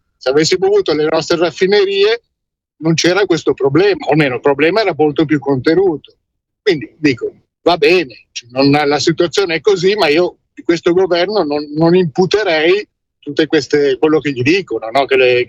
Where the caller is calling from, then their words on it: Milan, Lombardy, Italy; sono sempre io da Milano